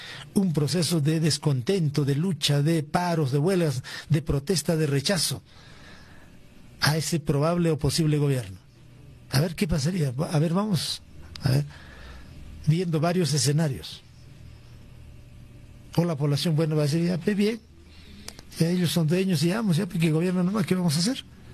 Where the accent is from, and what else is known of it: Peru